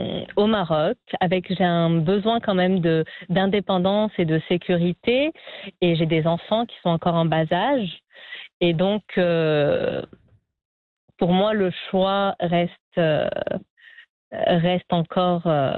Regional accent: Annecy, Auvergne-Rhône-Alpes, France; moved away; plus, je venais de France, oui, mais d'Annecy, qui est à côté de la Suisse, donc avec une culture quand même très rigoureuse, très carrée. Et là, j'ai débarqué à Casablanca avant d'atterrir à Rabat

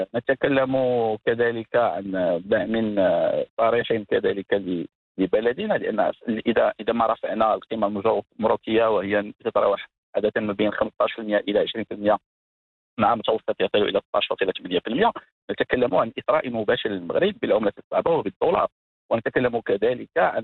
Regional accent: Morocco; الملكية التي نتوحد جميعا كمغاربة حولها

